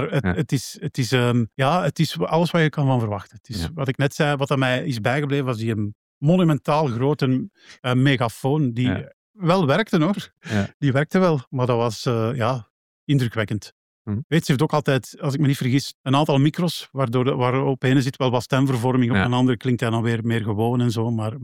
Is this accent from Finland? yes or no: no; Belgium; wat mij betreft, ik ben Belg.